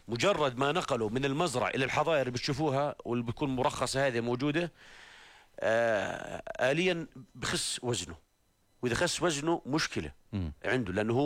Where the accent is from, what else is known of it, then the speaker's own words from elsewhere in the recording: Jordan; عندنا الشعب الأردني